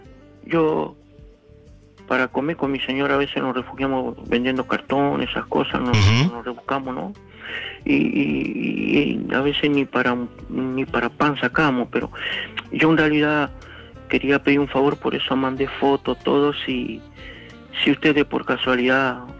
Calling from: Manuel Alberti, Buenos Aires Province, Argentina; Yo soy de Manuel Alberti, partido de Pilar

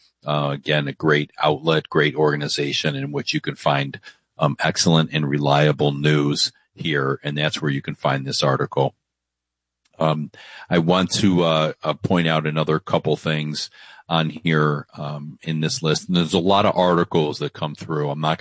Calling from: Cleveland, Ohio, United States; You know, I'm coming here from Cleveland, Ohio, and we have a governor's race going on.

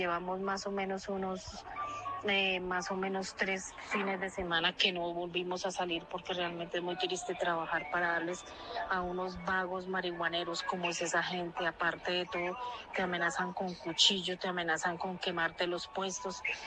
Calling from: Colombia; nosotros como colombianos

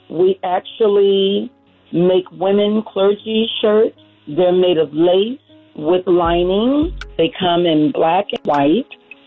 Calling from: Hopewell, Virginia, United States; I'm calling from Hopewell, Virginia.

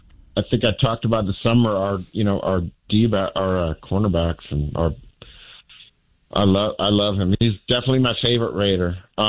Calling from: Santa Cruz, California, United States; I'm from near Cal. I'm from Santa Cruz. We're both Bay Area boys

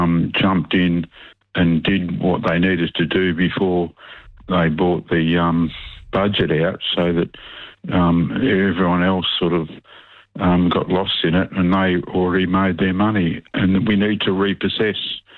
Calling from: Melbourne, Victoria, Australia; I'm from Melbourne.

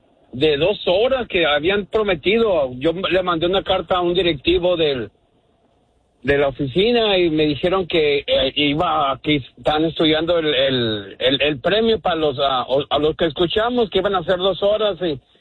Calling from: Tijuana, Baja California, Mexico; de Tijuana.

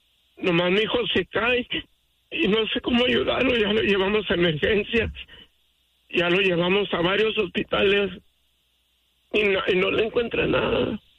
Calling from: Los Angeles, California, United States; Yo vivo en la ciudad de Highland Park, en Los Ángeles

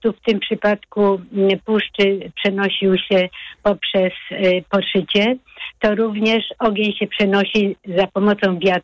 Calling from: Wałcz, West Pomeranian Voivodeship, Poland; Dzwonię z Wałcza, otoczonego lasami i jeziorami.

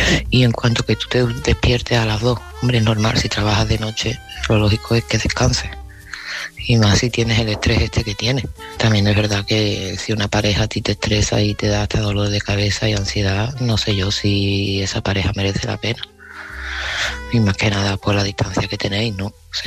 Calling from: Seville, Andalusia, Spain; de Sevilla y este mensaje va para Oscar.

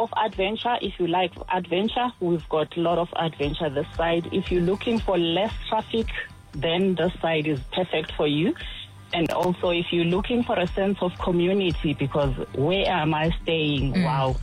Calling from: Gauteng, South Africa; I'm in Vaal. I'm standing up for the Vaal.

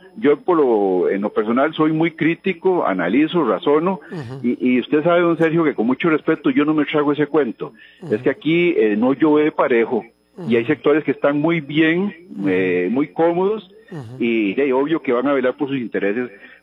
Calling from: Puriscal, San José, Costa Rica; de Puriscal.

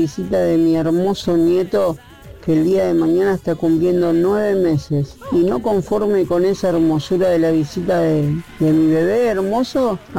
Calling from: Rafael Calzada, Buenos Aires Province, Argentina; de Rafael Calzada

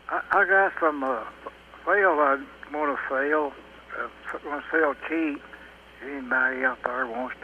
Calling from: Ferguson, United States

